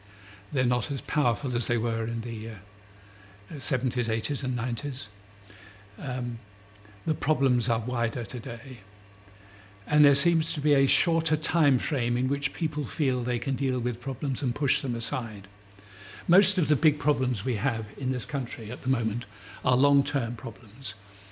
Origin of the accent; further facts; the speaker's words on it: London, United Kingdom; I grew up in the Labour area.